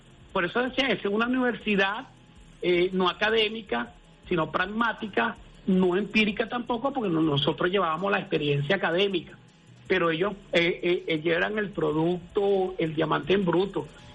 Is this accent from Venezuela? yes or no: yes; Venezuela; esta patria venezolana, latinoamericana, indoamericana, nosotros somos héroes.